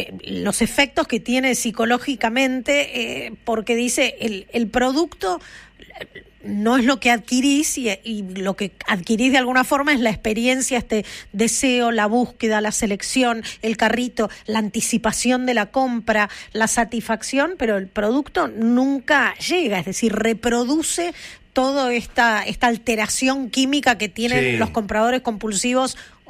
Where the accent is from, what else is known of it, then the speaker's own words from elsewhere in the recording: Argentina; Nosotros lo notamos y hemos hablado muchísimo de eso, pero dentro de todo, como argentinos, no lo llevamos haciendo hace tanto tiempo.